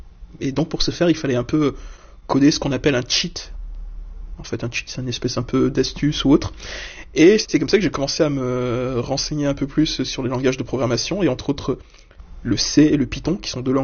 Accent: Dakar, Senegal; Je viens du Sénégal, de Dakar. J'ai réellement commencé quand j'avais 22 ans.

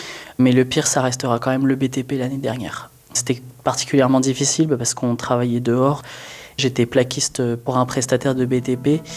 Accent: Lyon, Auvergne-Rhône-Alpes, France; j'ai 23 ans, je suis originaire de Lyon

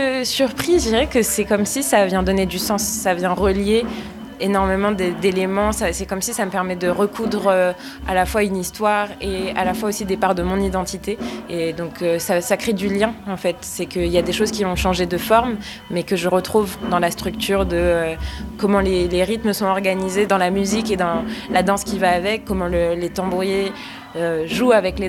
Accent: Martinique; traditionnelle de chez nous en Martinique

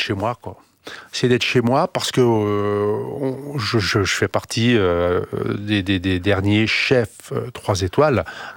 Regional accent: Brittany, France; born there; je suis né en Bretagne

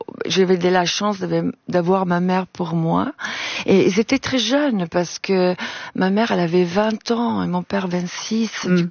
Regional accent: Italy; Parce que quand j'étais jeune, l'après-midi, en Italie, on avait la faculté de regarder beaucoup de films en noir et blanc.

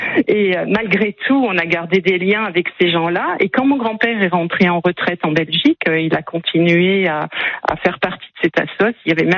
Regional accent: Obermodern, Grand Est, France; Je suis de Obermodern.

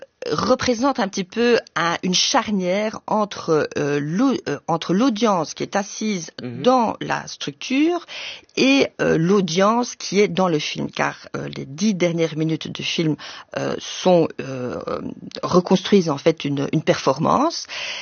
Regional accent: Luxembourg; moved away as an adult; also born or lived in Brussels, Belgium; Disons, oui, je suis née à Bruxelles, d'une mère espagnole, d'un père belge. Ensuite, j'ai grandi au Grand-Duché de Luxembourg et j'ai vécu jusqu'à mes 18 ans.

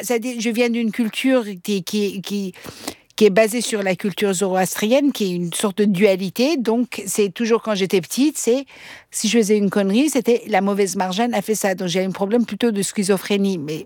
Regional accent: Austria; first language Persian; French is a second language; Je parlais le persan, mes parents ils m'ont mis dans une école francophone, après j'ai grandi en Autriche

